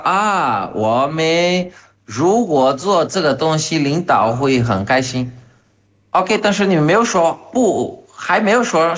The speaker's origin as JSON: {"language": "Chinese", "country": "Brazil", "second_language": "Chinese", "said": "我们巴西人是比较热情，比较太多，太热情了。"}